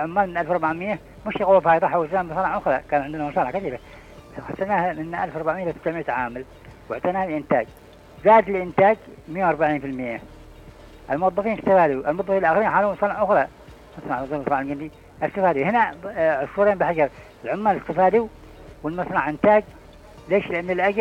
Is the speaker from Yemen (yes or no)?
yes; Aden, Yemen; نحن كلنا طلعنا من عدن